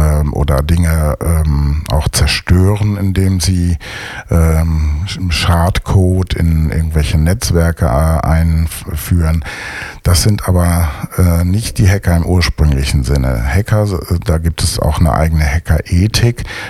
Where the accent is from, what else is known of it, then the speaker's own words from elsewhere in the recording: North Rhine-Westphalia, Germany; now in Düsseldorf, Germany; In meiner Heimatstadt im Ostwestfalen, da gibt es eine Schule, in der das regelmäßig stattfindet.